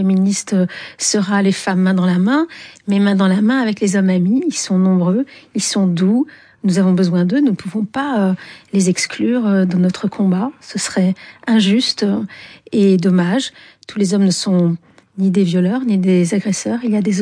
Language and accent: French; Algiers, Algiers Province, Algeria; parce que j'ai grandi à Alger, qui était un pays très viril, masculin.